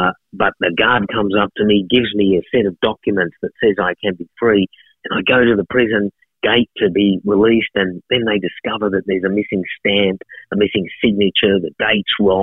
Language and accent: English; Sydney, New South Wales, Australia; when I arrived in Australia in Melbourne, but I'm from Sydney